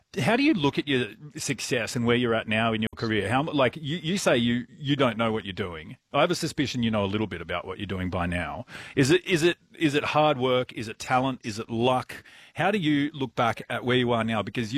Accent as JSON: {"language": "English", "town": "Canberra", "region": "Australian Capital Territory", "country": "Australia", "said": "I'm from Canberra"}